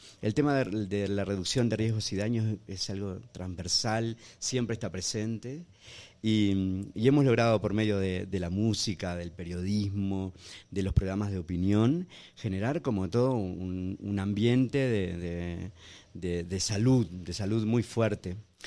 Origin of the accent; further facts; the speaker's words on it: Uruguay; Sí, las radios locas en Uruguay. Yo vengo de Uruguay